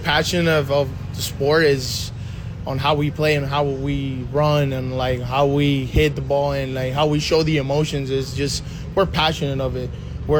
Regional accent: Puerto Rico; born or raised there

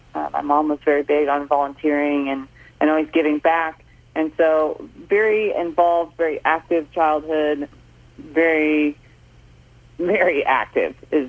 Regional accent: Holton, Kansas, United States; So I am originally from Holton, Kansas, which is northeast Kansas

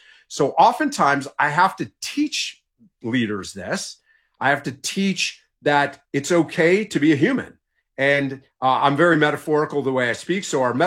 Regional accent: Detroit, Michigan, United States; I'm originally from Detroit, so this is old home week.

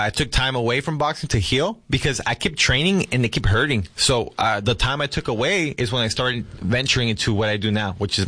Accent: California, United States; No, this is back when I was still growing up in California.

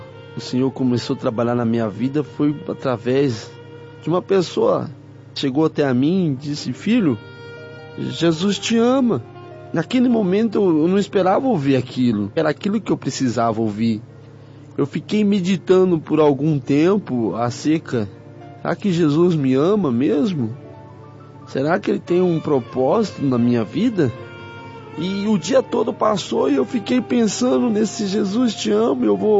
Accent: Ribeirão Preto, São Paulo, Brazil; sou da cidade de Ribeirão Preto

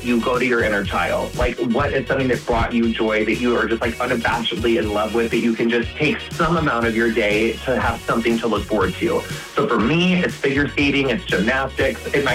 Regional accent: Quincy, Illinois, United States; moved away; Yes, I'm from Quincy. It's like not that far away

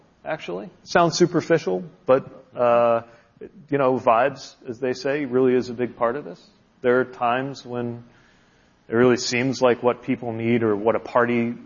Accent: Indiana, United States; I'm always imagining the viewer as somebody who I knew growing up in Indiana and disagreed

